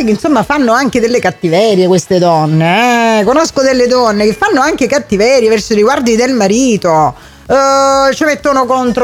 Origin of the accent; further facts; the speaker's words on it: Catania, Sicily, Italy; Dalle nostre parti a Catania, in Sicilia